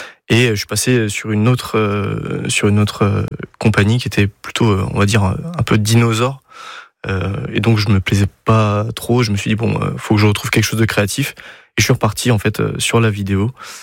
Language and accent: French; Dinan, Brittany, France; j'ai commencé à faire mes études à Rennes parce que je viens de Dinan à la base.